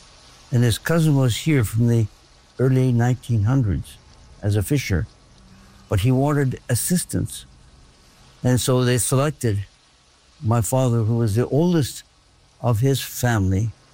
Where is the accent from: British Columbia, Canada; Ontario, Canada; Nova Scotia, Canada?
British Columbia, Canada; Steveston; born there; I was born here in Stevesden, March the 20th, 1936. So just recently, I turned 90.